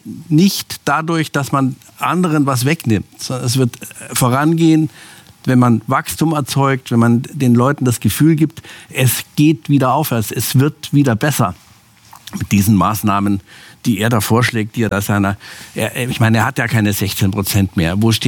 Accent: Munich, Bavaria, Germany; Da, wo ich herkomme in München, kostet das kleinste Reihenhäuschen schon 1,5 bis 2 Millionen.

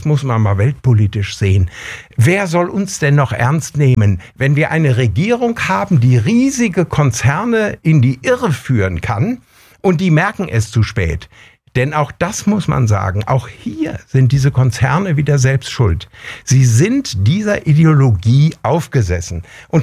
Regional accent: North Rhine-Westphalia, Germany; Sie wollen neben meiner Heimat, das Hermannsdenkmal, ein Windrad stellen, das höher ist als dieses Denkmal.

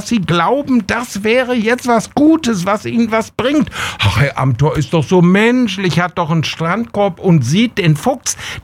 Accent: Bünde, North Rhine-Westphalia, Germany; die am 8. Oktober in meine Heimat nach Bünde kommen, in die Stadthalle

